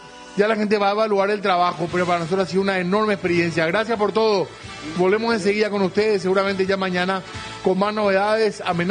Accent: Spain; Soy español.

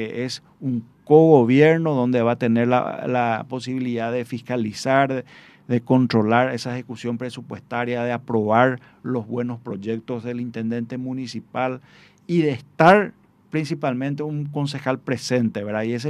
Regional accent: Pedro Juan Caballero, Amambay, Paraguay; soy pedrojuanino teté, como siempre digo, miembro de una familia tradicional de Pedro Juan Caballero, de comerciantes, de personas trabajadoras

